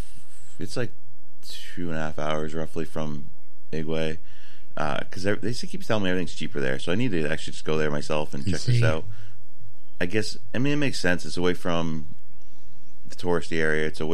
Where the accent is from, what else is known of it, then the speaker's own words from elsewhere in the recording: United States; I'm going to Americanize it a little bit, but because I'm American.